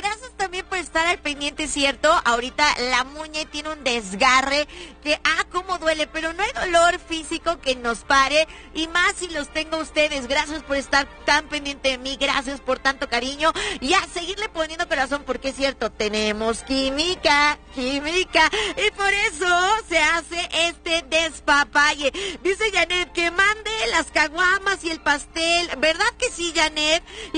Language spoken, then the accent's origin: Spanish; León, Guanajuato, Mexico; moved away; Les mando un besote enorme hasta mi tierra, León, Guanajuato